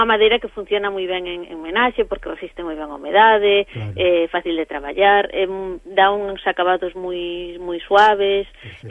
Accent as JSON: {"language": "Galician", "town": "A Estrada", "region": "Galicia", "country": "Spain", "said": "Do lugar de Ulla, da parroquia de Berres na Estrada, e que xa era torneiro."}